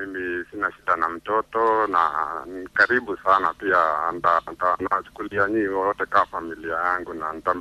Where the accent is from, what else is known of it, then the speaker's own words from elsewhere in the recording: Nyandarua County, Kenya; Kwetu ni Nyandarua ambapo wazazi wangu wanaishi Nyandarua ambapo huko ndo tumezaliwa, lakini mizizi yetu ni pande ya Kisii. Huko ndo wazazi walikuwa wametoka, lakini sisi tumezaliwa pande ya Nyandarua. So huko ni Nyandarua.